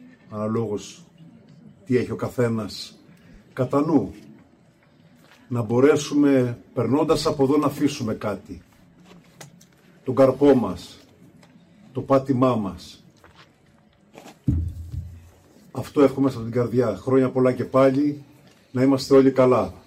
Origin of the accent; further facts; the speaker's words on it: Monemvasia, Peloponnese, Greece; Και εγώ είμαι από τη Μονεβασιά, η καταγωγή μου. Εκεί γεννήθηκα και μεγάλωσα. Έχουμε στον τόπο μου κάτω ελιές 2.000 ετών.